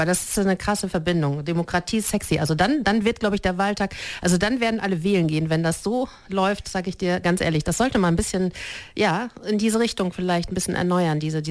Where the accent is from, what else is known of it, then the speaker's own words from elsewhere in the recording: Osnabrück, Lower Saxony, Germany; moved away as an adult; now in Warendorf, Germany; eigentlich komme ich aus dem Osnabrücker Land und Osnabrück ist schon meine Heimat, würde ich sagen. Aber Warendorf, ja, wir sagen mal so, ich bin seit 2008 beruflich in Warendorf und man wird sehen, ob ich in Warendorf bleiben werde oder nicht.